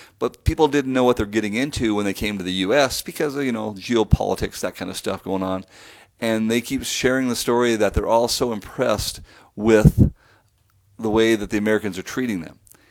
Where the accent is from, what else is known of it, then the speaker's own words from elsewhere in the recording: Edinburgh, Scotland, United Kingdom; born there; And I was born in Edinburgh, Scotland. So I was a dual citizen until I was 18.